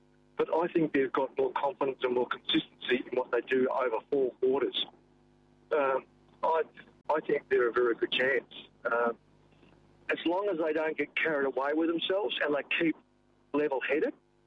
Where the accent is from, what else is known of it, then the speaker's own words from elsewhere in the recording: Fremantle, Western Australia, Australia; a lot of people over here don't like me that much because I grew up in Fremantle.